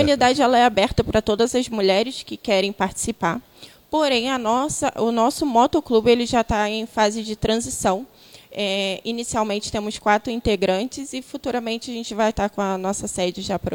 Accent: Armação dos Búzios, Rio de Janeiro, Brazil; Sim, sou de Búzios.

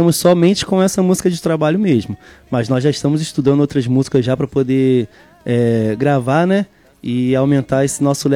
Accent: Cabo Frio, Rio de Janeiro, Brazil; Nascido e criado aqui em Cabo Frio.

